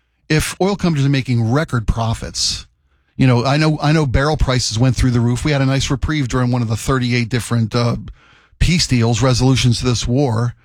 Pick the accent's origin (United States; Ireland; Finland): Ireland; Mm-mm, I'm Irish. We don't have that.